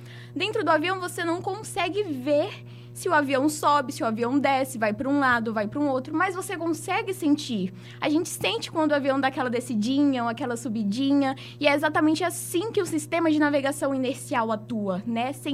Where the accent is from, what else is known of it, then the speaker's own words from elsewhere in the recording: Acre, Brazil; moved away as an adult; now in Maranhão, Brazil; há quase 3 anos eu me mudei do Acre para poder cursar engenharia aeroespacial aqui no Maranhão